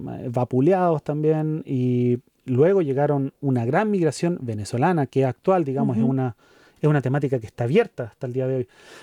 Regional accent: Quintero, Valparaíso, Chile; yo nací en Quintero, en uh-huh. la quinta región de Chile

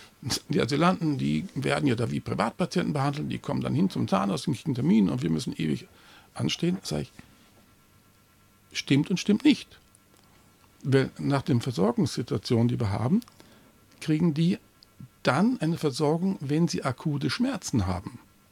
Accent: Bavaria, Germany; now in Baden-Württemberg, Germany; ich bin alt genug zu sagen, ich komme aus Bayern

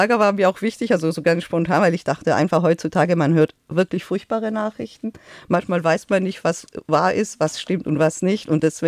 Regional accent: Tehran, Tehran Province, Iran; Ich bin im Kind, also als Kind aufgewachsen im Iran. Meine Kindheit war eigentlich eine sehr schöne Kindheit. Also ich bin in der Hauptstadt geboren.

